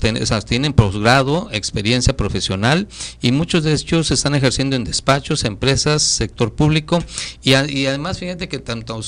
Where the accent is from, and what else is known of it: Chiapas, Mexico